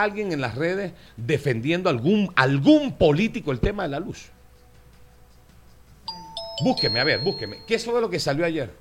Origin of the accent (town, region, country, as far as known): Venezuela